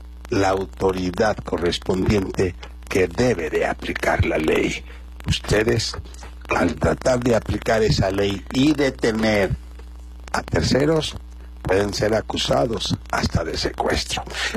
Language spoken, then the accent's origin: Spanish; Guerrero, Mexico; somos guerrerenses.